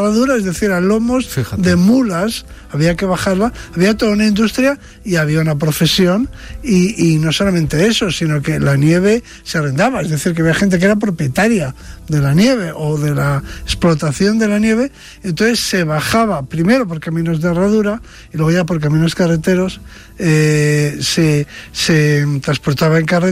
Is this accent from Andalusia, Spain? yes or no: no; Bilbao, Basque Country, Spain; pero yo todavía he conocido de niño, en mi casa, en Bilbao, por ejemplo, no había frigoríficos, sino que había neveras